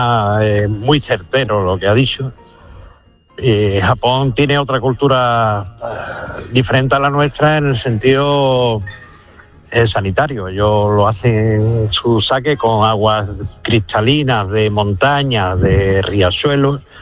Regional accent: Coria del Río, Andalusia, Spain

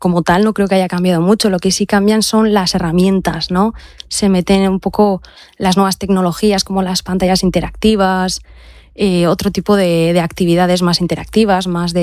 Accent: Oiartzun, Basque Country, Spain; soy de Oiartzun.

